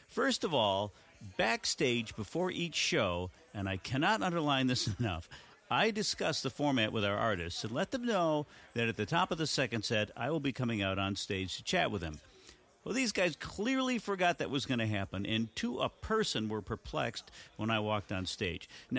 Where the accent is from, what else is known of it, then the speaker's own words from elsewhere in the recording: Ripon, Wisconsin, United States; I grew up in Wisconsin, a small town in Wisconsin.